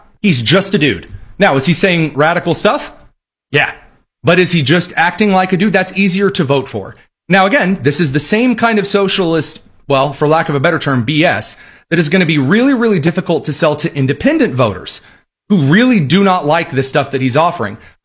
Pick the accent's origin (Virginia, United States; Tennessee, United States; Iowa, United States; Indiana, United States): Indiana, United States; I'm from Indiana